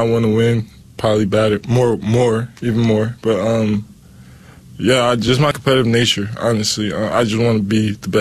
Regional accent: Las Vegas, Nevada, United States; Yeah, born and raised in Vegas, yeah. I grew up around, like, sports, honestly.

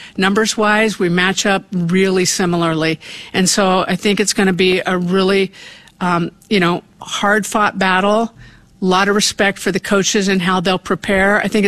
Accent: Eugene, Oregon, United States; moved away; Oregon, which is my hometown. And I had never coached in my home state, let alone my hometown.

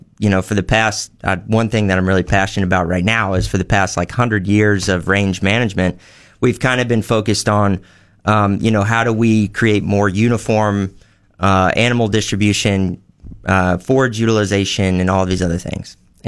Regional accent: Anderson, South Carolina, United States; moved away as an adult; now in Nebraska, United States; And so my background is I'm originally from the Southeast. I grew up. My hometown is Anderson, South Carolina, just down the road from Clemson University.

